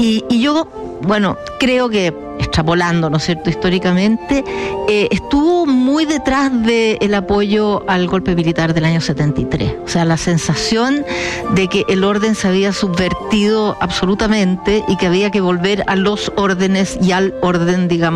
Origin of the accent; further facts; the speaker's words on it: Chile; de nosotros como chilenos